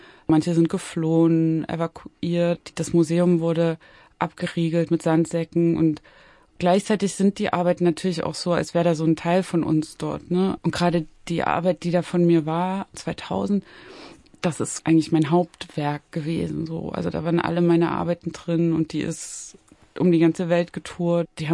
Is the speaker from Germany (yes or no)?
yes; East Germany, Germany; born there; Ich bin gerade noch so in der DDR geboren, 84. 89, als die Mauer gefallen ist, war ich 5 Jahre alt.